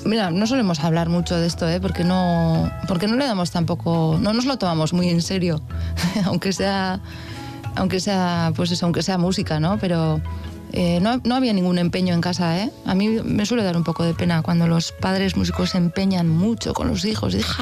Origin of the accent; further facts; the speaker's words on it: Oyalume, Basque Country, Spain; Y sí, yo he nacido en el entorno de la charanga. Soy de Oyalume, que es un barrio entre Astigarraga y Hernani, donde se ha hecho danza lecua.